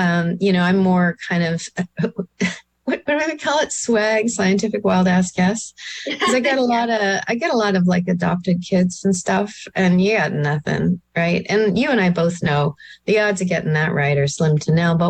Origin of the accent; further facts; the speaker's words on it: Canada; we have as Canadian astrologers.